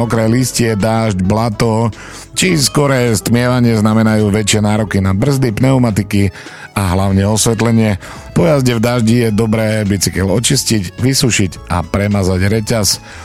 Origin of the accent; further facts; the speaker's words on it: eastern Slovakia, Slovakia; ako sa hovorí u nás na východe